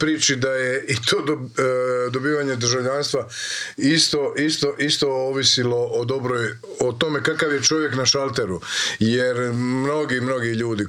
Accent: Hrvatsko Zagorje, Croatia; Zagrebčanka, da, ja sam iz Zagorje

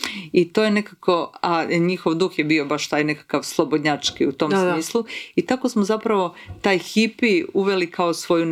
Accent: Karlovac, Karlovac County, Croatia; on je iz Zadra, ja sam iz Karlovca, tako da smo bili postanari u Zagrebu

